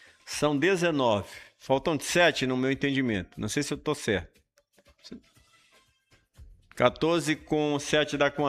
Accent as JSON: {"language": "Portuguese", "country": "Brazil", "said": "Para nós que somos brasileiros"}